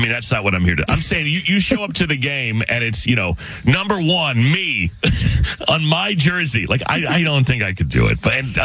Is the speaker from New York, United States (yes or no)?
no; Arizona, United States; now in Chicago, United States; I didn't grow up in Illinois. I grew up in Arizona, spring training. We didn't have a baseball team.